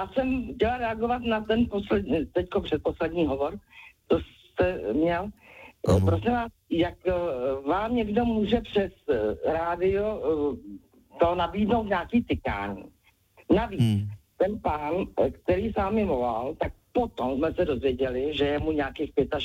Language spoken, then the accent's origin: Czech; Most, Ústí nad Labem Region, Czechia